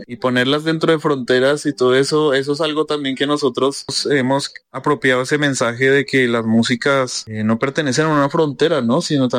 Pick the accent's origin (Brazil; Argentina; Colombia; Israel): Colombia; Bogotá; Todos nacimos acá en Colombia, ¿no? Todos crecimos acá en Bogotá, en este territorio. Somos la tercera generación de nuestra familia que migró originariamente desde Ecuador, Otavalo, la provincia de Imbabura, por allá en los años 50. 1950